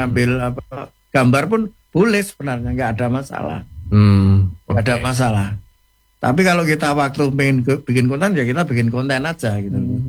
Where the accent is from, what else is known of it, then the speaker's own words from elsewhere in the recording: Java, Indonesia; Tapi sebagai orang Jawa, apapun tahun kedepannya itu harus optimis.